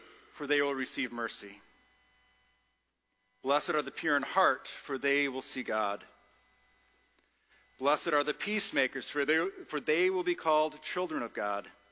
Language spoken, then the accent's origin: English; United States; now in Oman; I find myself as an American and a Christian living in Oman.